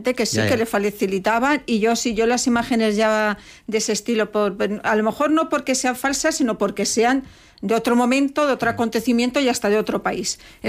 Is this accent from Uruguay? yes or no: no; Spain; Pues vamos a ver, yo como española, pues mi deseo es que si ocurre un acontecimiento de extrema gravedad como el que vivimos la semana pasada, el resto de los países hagan piña en torno a mi país